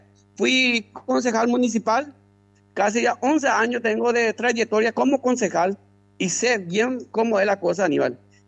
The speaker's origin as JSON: {"language": "Spanish", "town": "Pedro Juan Caballero", "region": "Amambay", "country": "Paraguay", "tie": "born or raised there", "said": "soy ciudadano peruanino, he nacido y criado en esta ciudad. Nací allá, en la Internacional, donde comienza el Paraguay y donde termina el Paraguay."}